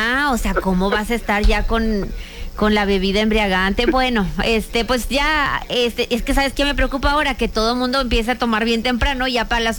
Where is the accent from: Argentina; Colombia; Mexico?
Mexico; ya nos pusimos aquí muy mexicanos